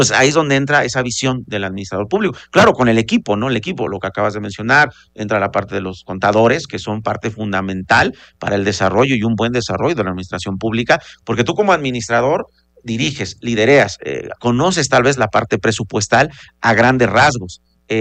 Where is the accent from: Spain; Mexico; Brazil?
Mexico; San Martín Caltenco, Puebla; yo fui en algún momento regidor de mi pueblo en la Junta Auxiliar de San Martín Caltenco.